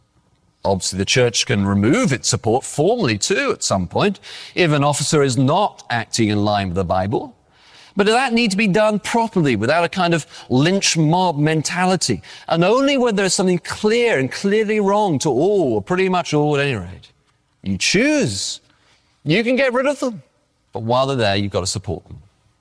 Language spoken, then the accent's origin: English; England, United Kingdom; Now, in case you haven't noticed, I am English. And I only mention it because I've had a few people tell me recently how much they like my accent.